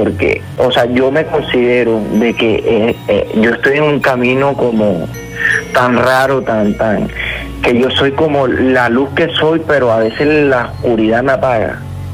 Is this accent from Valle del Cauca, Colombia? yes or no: no; Magdalena, Colombia; born or raised there